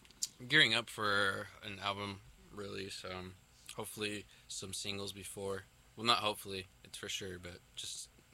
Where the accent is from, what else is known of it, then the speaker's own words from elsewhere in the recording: Upland, California, United States; I'm from Upland, so like Inland Empire.